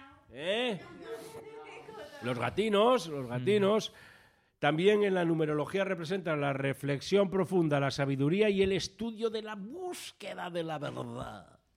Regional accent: Asturias, Spain; que somos asturianos

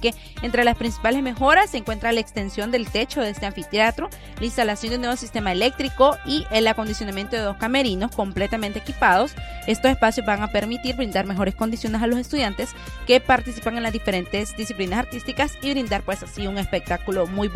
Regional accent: Honduras

